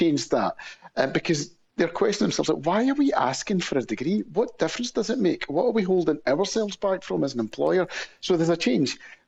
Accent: Scotland, United Kingdom; when I was growing up in Scotland, it was a no-brainer.

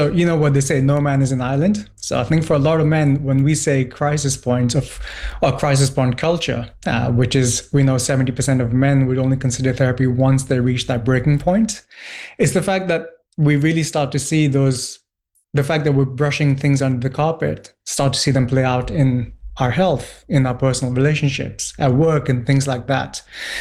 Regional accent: Pakistan; now in United Kingdom; I was raised in Pakistan until we immigrated to the UK.

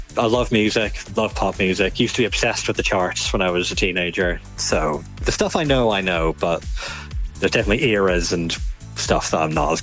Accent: Bangor, Northern Ireland, United Kingdom; accent: Irish; moved away as an adult; also born or lived in Dublin; now in Edinburgh, United Kingdom; I was born in Dublin, but grew up just outside of Belfast, a wee town called Bangor, which is now a city, actually. It's not a town, I shouldn't say that. And then, yeah, moved to Scotland for uni a few years ago.

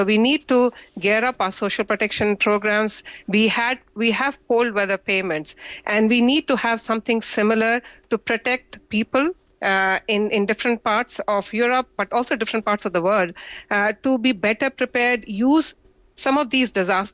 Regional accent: India; I'm an Indian. I know how to protect myself.

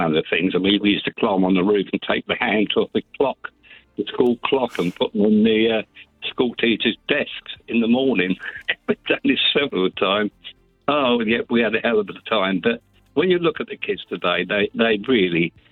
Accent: High Wycombe, South East England, United Kingdom; also born or lived in London; when I moved from London to High Wycombe, that school was a secondary modern school, and it was full up with great big lads who were farm labourers' boys

